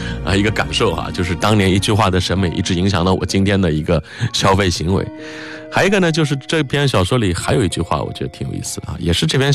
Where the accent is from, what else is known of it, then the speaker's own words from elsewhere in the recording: China; 我们中国人